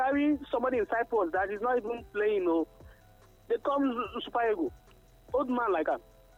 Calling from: Delta, Nigeria; coming from Delta

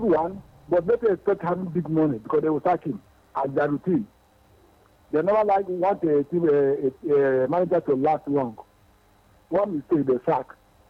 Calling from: Anambra, Nigeria; of Abomey Football. I come from Anambra State.

